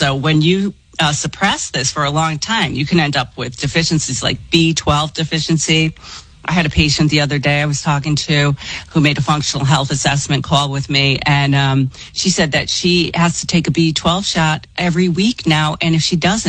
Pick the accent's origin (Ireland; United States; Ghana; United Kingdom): Ireland; And don't forget … so we don't count alcohol calories, right?